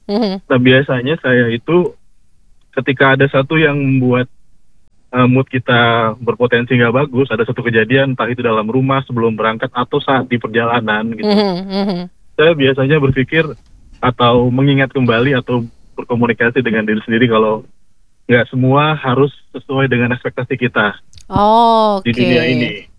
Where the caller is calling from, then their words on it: Depok, West Java, Indonesia; Kalau kita warga Depok ya